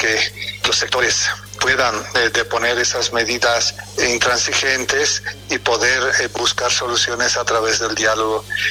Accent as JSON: {"language": "Spanish", "country": "Bolivia", "said": "Somos hermanos porque somos bolivianos."}